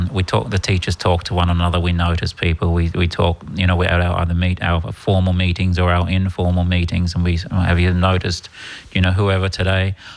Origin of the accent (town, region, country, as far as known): Perth, Western Australia, Australia; now in Ireland